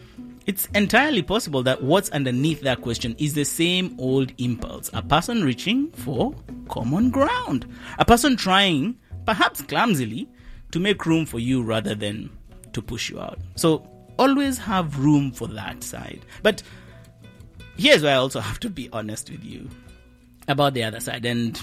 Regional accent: Kenya; But growing up in Kenya, never.

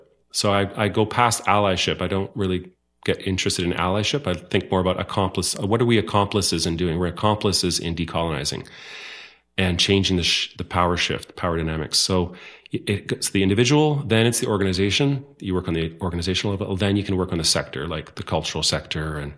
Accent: North Vancouver, British Columbia, Canada; I grew up in North Vancouver, so I'm certainly familiar with the place.

